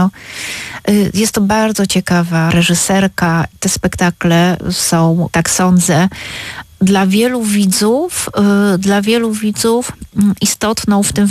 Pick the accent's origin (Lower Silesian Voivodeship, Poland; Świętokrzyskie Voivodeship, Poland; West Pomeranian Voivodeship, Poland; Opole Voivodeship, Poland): Opole Voivodeship, Poland; Opole; musimy jako Opolanie być czujni